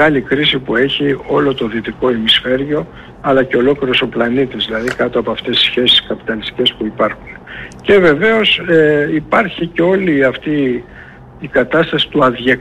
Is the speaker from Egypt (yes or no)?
yes; Egypt; είμαστε από την Αίγυπτο όταν ήρθαμε, πήγαν και δουλέψαν στα άσπρα σπίτια στην Πεσινέ.